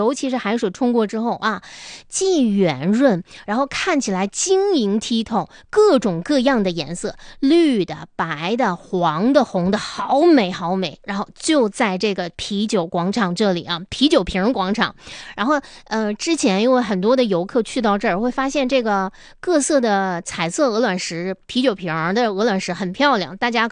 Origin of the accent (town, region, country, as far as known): Northeast China, China; now in Harbin, China